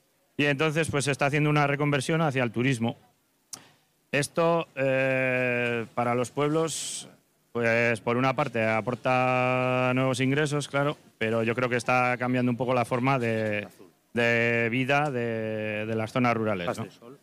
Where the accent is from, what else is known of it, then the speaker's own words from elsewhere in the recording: Moreda, Basque Country, Spain; yo soy de Rioja Alavesa, de Moreda en concreto.